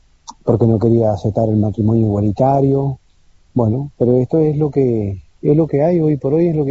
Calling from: Spain; aquí nosotros en España lo vivimos

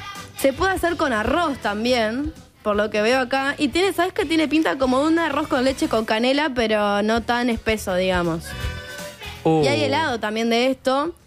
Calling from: Montevideo, Uruguay; de Flor de Maroñas.

